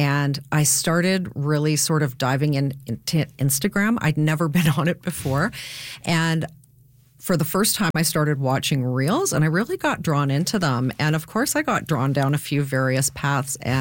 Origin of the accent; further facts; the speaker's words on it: Winnipeg, Manitoba, Canada; now in Waterloo Region, Canada; I'm from Manitoba, I'm from Winnipeg.